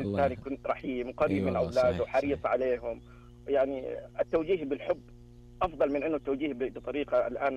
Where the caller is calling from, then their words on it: Dammam, Eastern Province, Saudi Arabia; اليوم احنا متحمسين من الدمام.